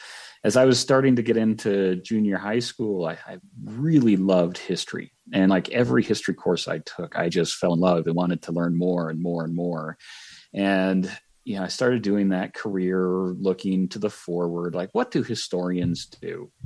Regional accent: Michigan, United States; one of the universities in Southern Michigan, where I grew up in the Lower Peninsula.

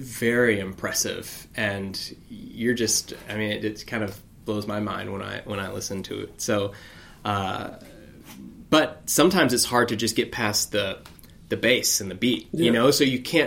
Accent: Alabama, United States; I grew up in Alabama, and you know, I went to a high school of, it was 90.

